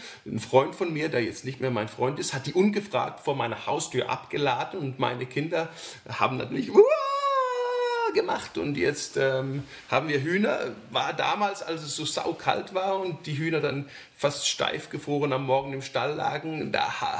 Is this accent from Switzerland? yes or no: yes; Switzerland; du sprichst mit einem absolut authentischen, absolut prototypischen Schweizer.